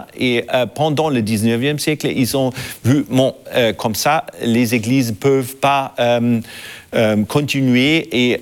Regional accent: Germany; French is a second language; De temps en temps, chez nous, en Allemagne

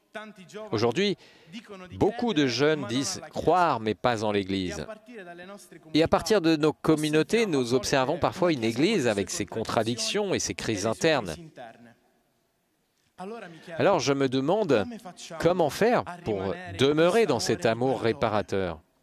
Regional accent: Paternò, Sicily, Italy; j'ai 22 ans et je viens de Paterno, un petit village de Sicile.

